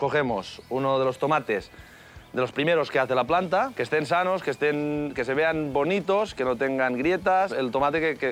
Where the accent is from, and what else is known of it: Catalonia, Spain